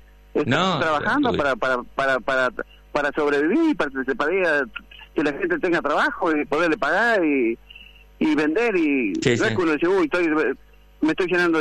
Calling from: Argentina; Acá somos todos argentinos.

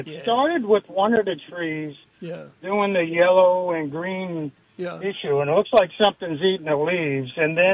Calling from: Montpelier, Vermont, United States; I'm here in Montpelier

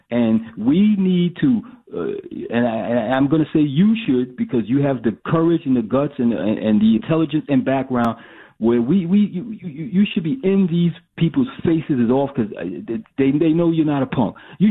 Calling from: United States; I am an American.

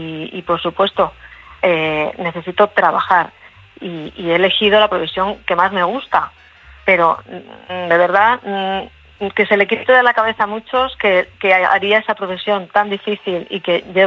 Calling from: Madrid, Community of Madrid, Spain; soy de Madrid, pero en estos momentos estoy de vacaciones en el Mediterráneo.

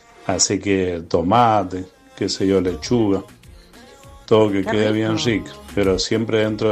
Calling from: Maipú, Mendoza, Argentina; de Maipú.

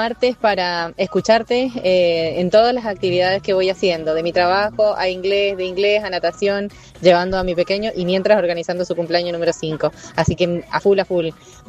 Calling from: Rivadavia, Argentina

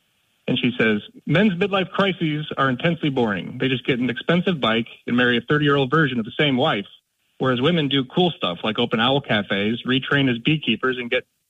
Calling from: Los Angeles, California, United States; I'm from Los Angeles.

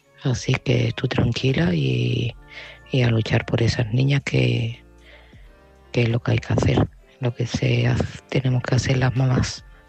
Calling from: Seville, Andalusia, Spain; de Sevilla y este mensaje va para Almudena.

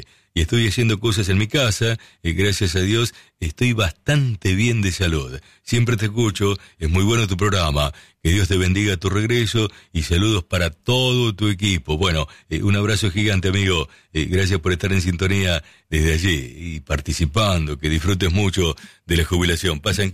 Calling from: Trelew, Chubut, Argentina; Hola Oscar … de Trelew.

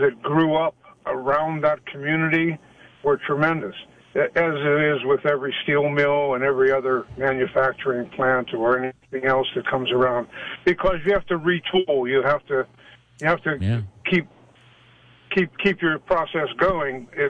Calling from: Youngwood, Pennsylvania, United States; I'm from Pittsburgh, Youngwood area, New Stanton, Westmoreland County.

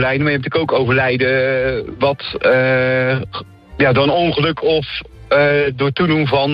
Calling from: Dreischor, Zeeland, Netherlands; Dreischor, Schouwduiveland.

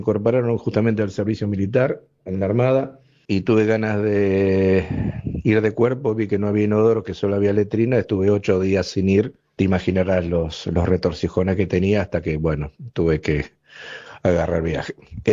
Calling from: Wilde, Buenos Aires Province, Argentina; de Wilde.

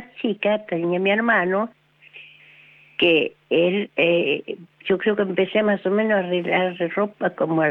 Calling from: San Martín, Argentina; De San Martín

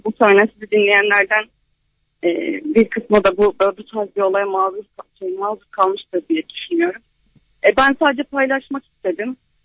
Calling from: Sakarya, Turkey; Ben yoldayım şu anda. Sakarya'dan Bolu'ya işe gidiyorum.

